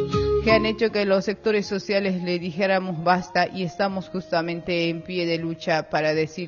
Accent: Bolivia; somos los bolivianos y bolivianas, ¿no? Somos decididos, somos gente de lucha, gente revolucionaria, somos herederos de nuestros abuelos y de nuestros mártires.

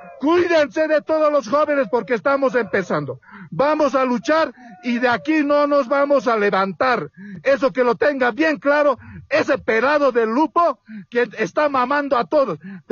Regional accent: Puerto Acosta, La Paz, Bolivia; de la provincia Camacho, como huaycheño, como de Puerto Acosta

